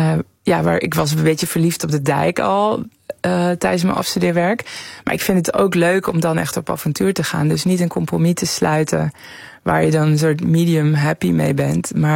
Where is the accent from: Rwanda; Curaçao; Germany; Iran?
Iran; Tehran, Tehran Province; Dutch is a second language; now in Netherlands; Ik kwam uit een grote stad. Ik ben opgegroeid in Teheran.